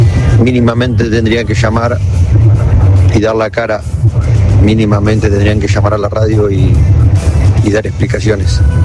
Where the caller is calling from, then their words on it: Espartillar, Buenos Aires, Argentina; soy de Espartillar.